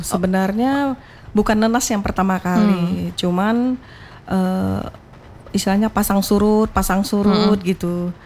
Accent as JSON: {"language": "Indonesian", "town": "Pekanbaru", "region": "Riau", "country": "Indonesia", "tie": "born or raised there", "also_born_or_lived": "Medan", "said": "Besarnya di Pekanbaru, sekolah di Pekanbaru"}